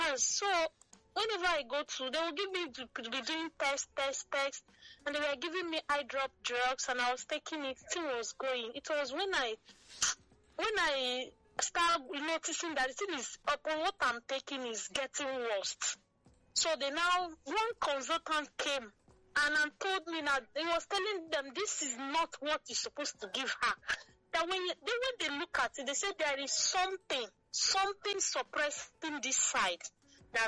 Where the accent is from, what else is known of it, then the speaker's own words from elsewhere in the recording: Lagos, Nigeria; and I'm from Imo State. I'm the fourth child, and I was born and brought up in Lagos.